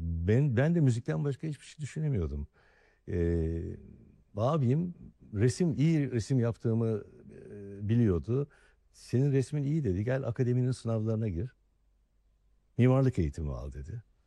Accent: Istanbul, Turkey; diye bir grubumuz vardı bizim. 5 modalı arkadaş.

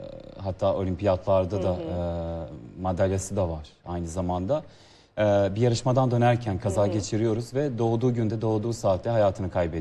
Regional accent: Serbia; Turkish is a second language; moved away; Evet, Sırbistan'ın milli kayakçısıydım.

